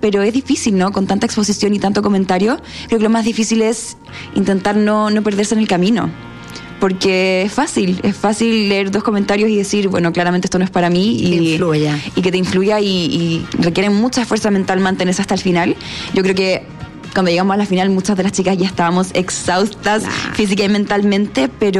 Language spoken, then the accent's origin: Spanish; Viña del Mar, Valparaíso, Chile; moved away as an adult; now in Santiago, Chile; Yo soy de Viña, pero me vine acá a estudiar la universidad hace varios años y estoy viviendo aquí.